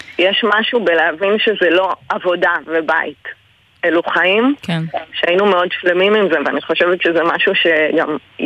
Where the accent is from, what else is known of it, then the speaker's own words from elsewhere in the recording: Ein Gedi, Southern District, Israel; גדלתי בעין גדי ויצאתי וחזרתי תנועה כזאת טבעית של פריפריה, חזרתי לקיבוץ